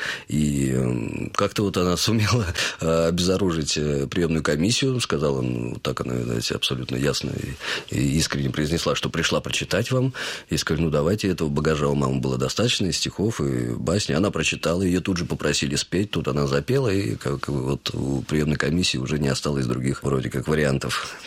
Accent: Kolyvanskoye, Altai Krai, Russia; also born or lived in Prutskoye; Да, ну это там, где мы жили, а родился я в Пруцком, это недалеко, да.

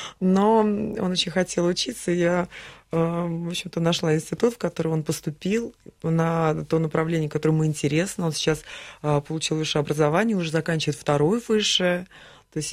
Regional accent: Moscow, Russia; Я мечтала из центра Москвы, где я родилась, мы в 7 поколениях москвичи, коренные, я мечтала уехать на землю.

